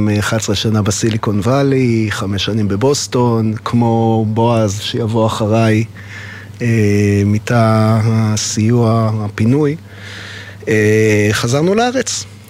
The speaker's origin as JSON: {"language": "Hebrew", "town": "Jerusalem", "region": "Jerusalem District", "country": "Israel", "tie": "born or raised there", "said": "אז אני יליד ירושלים. את הרומן שלי עם חיים עם צהל התחלתי בגיל 14. אני למדתי בפנימיה הצבאית בחיפה בריאלי"}